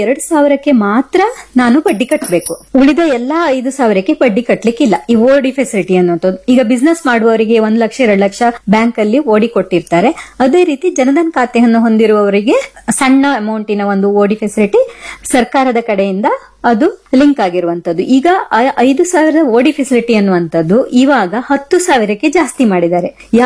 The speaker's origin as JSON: {"language": "Kannada", "region": "Karnataka", "country": "India", "said": "ನಾವೆಲ್ಲ ಅಪ್ಪಟ ಕನ್ನಡಿಗರು ಅಲ್ವಾ ಅಪ್ಪಟ ಕನ್ನಡಿಗರು ನಾವು"}